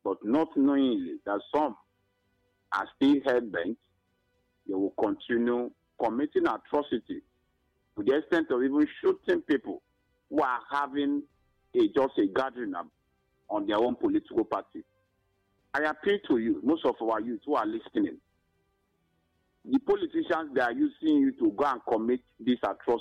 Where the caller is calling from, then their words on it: Enugu State, Nigeria; I'm calling from Ogbabinimbo. Ogbabinimbo is another one, a local one.